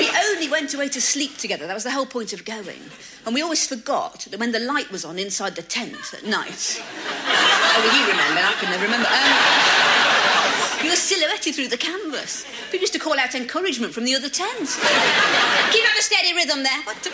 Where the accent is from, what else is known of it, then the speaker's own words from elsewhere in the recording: United Kingdom; I would class myself as a British, and I'm no good at having fun.